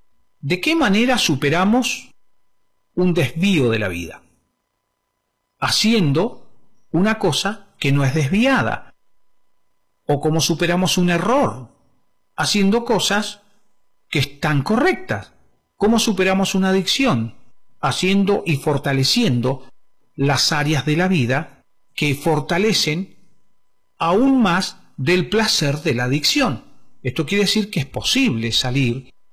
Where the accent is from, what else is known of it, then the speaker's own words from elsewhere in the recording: Neuquén, Argentina; also born or lived in Zapala; Y nosotros vivimos aquí desde hace mucho tiempo. En realidad yo soy nacido en Zapala, un pueblito del centro de la provincia de Neuquén. Y aquí estoy, desde Neuquén capital, donde he vivido casi toda mi vida